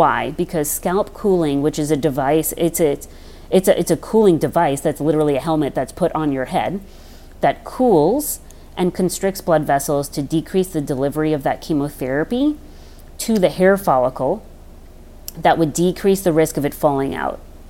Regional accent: New York, United States; And also being in the New York area, a lot of people don't realize that growing up on Long Island and in the tri-state area, there can be a higher risk of breast cancer

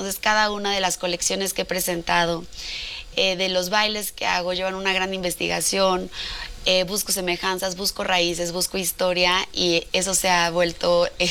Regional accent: Mexico; Soy la única mexicana hasta el momento que participa en pasarelas en Sevilla.

